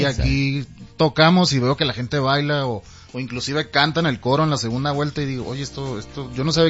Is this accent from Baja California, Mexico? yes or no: yes; Mexicali, Baja California, Mexico; somos de Mexicali, Baja California